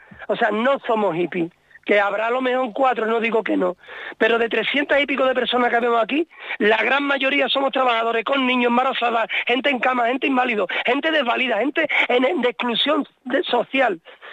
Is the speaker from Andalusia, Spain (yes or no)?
yes; Seville, Andalusia, Spain; also born or lived in Ibiza; Mira, yo me he criado en Sevilla, pero nací en Ibiza.